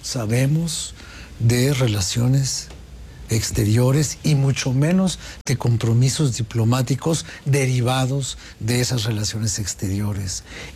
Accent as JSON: {"language": "Spanish", "country": "Mexico"}